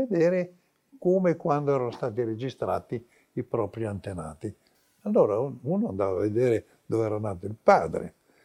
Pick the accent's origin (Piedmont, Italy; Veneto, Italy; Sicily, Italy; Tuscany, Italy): Piedmont, Italy; Turin; Insomma, comunque io sono torinese doc.